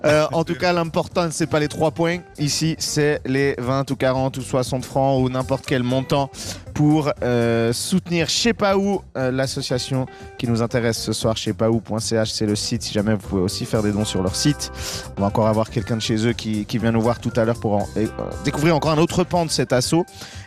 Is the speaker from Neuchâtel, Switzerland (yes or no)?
no; Geneva, Switzerland; Mais alors moi je suis Genevois et effectivement je connaissais ce truc là